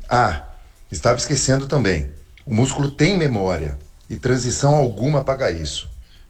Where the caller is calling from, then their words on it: Bragança Paulista, São Paulo, Brazil; sou de Bragança Paulista